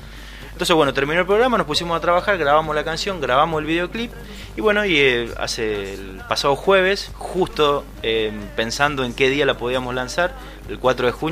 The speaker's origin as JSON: {"language": "Spanish", "region": "Córdoba", "country": "Argentina", "said": "yo tuve la suerte de ir a los bailes de mi pueblo"}